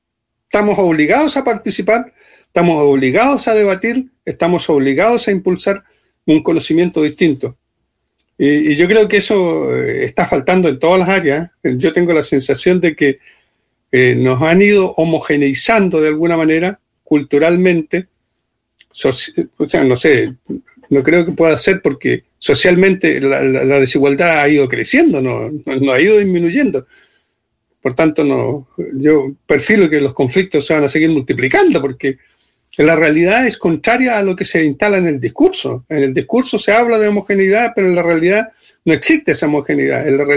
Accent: Chile

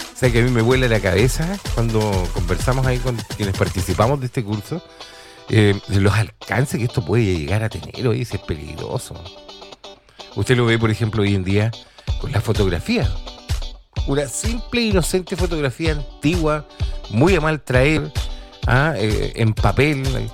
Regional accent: Chile; nos define muy bien como chilenos

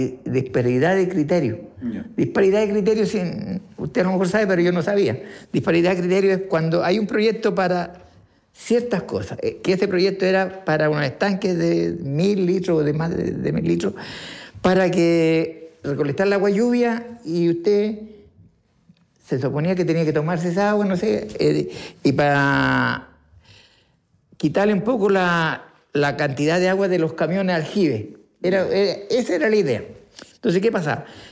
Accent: Santiago, Santiago Metropolitan Region, Chile; now in Laja, Chile; Yo venía con eso, yo vengo de Santiago, ¿cierto? Y vengo con eso de criar lombrices. Venía de allá yo con criar lombrices.

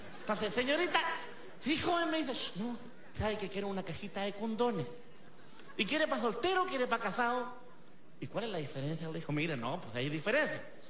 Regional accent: Chile; Tiene que ser con fuerza, como que somos chilenos, Gancho.

